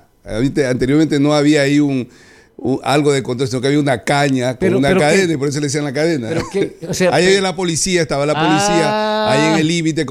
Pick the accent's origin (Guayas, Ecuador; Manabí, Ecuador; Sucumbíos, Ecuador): Manabí, Ecuador; nosotros los manabas